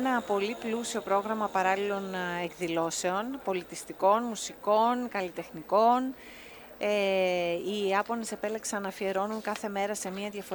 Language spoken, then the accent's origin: Greek; Greece; εμείς σαν Έλληνες